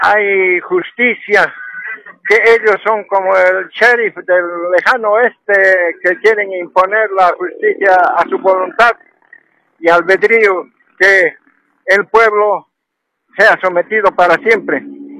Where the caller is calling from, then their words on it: Cochabamba, Bolivia; Estoy hablando de Cochabamba.